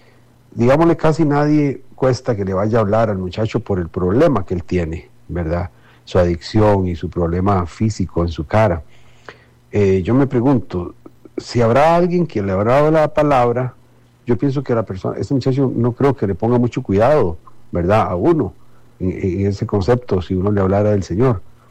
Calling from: Cartago, Costa Rica; Yo soy de Cartago.

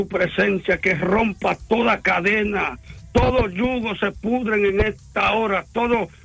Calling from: La Romana, Dominican Republic; aquí en la Romana

